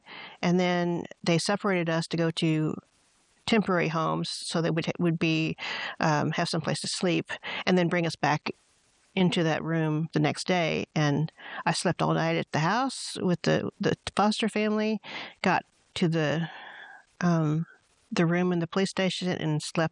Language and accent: English; Georgia, United States; Obviously, I'm in Georgia. I grew up in Georgia, so obviously I'd seen people